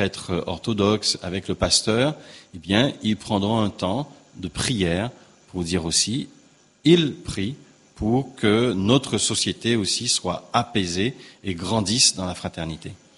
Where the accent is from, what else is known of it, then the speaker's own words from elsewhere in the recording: Guadeloupe; certes, petit pays que nous sommes, petite île que nous sommes de la Guadeloupe, eh bien, nous prions pour la paix